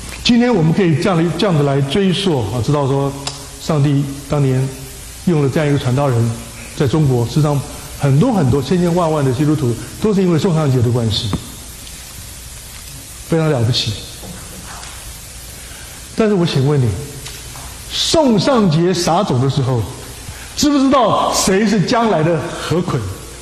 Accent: Taiwan; 我们在台湾信主

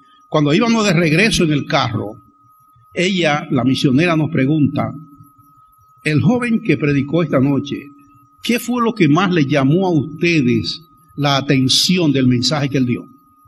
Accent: Dominican Republic; moved away; Yo recuerdo una misionera allá en mi país

